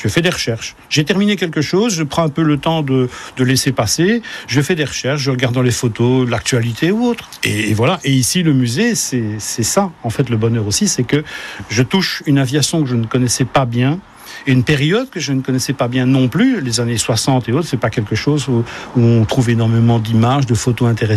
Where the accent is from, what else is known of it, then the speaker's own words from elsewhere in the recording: Belgium; now in Montélimar, France; je suis belge d'origine